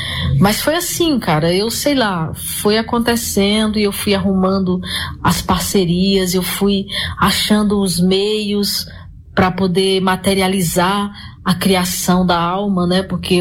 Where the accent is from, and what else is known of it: Brazil